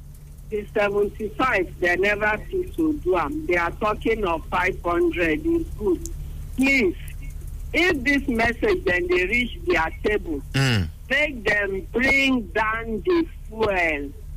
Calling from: Hong Kong; I'm calling from Hong

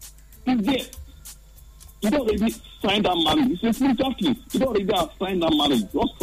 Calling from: Asaba, Delta, Nigeria; I'm calling from Asaba.

